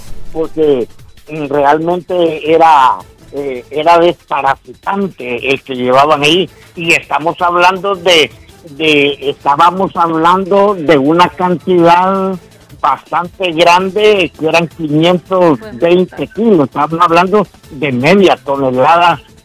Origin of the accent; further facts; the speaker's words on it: Honduras; mi pueblo hondureño